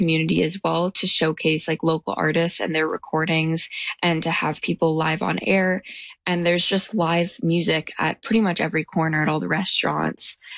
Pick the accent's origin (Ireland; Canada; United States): Canada; Huntsville, Ontario; Well, I mean, I'm born and raised in Huntsville